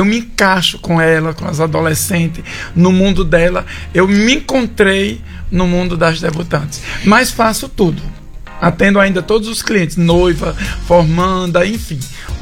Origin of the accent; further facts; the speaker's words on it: Campina Grande, Paraíba, Brazil; now in Mossoró, Brazil; eu sou de Campina Grande, Paraíba.